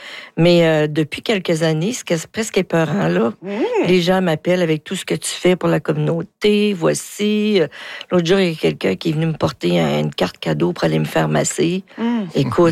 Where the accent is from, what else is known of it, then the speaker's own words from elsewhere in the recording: Rouyn-Noranda, Quebec, Canada; je suis née en Rouyn-Noranda.